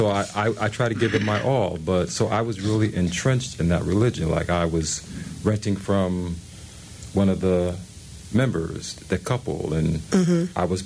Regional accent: New Jersey, United States; moved away; also born or lived in Connecticut; I'm from New Jersey. I lived in Connecticut. I was in Connecticut

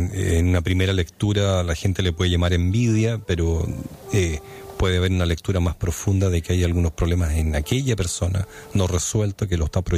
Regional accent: Chile

